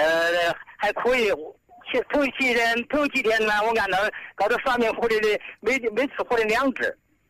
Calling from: Suizhou, Hubei, China; 我们是后半山随州市的。

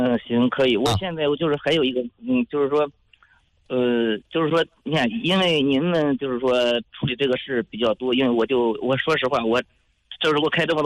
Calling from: Hebei, China; 因为我是河北的

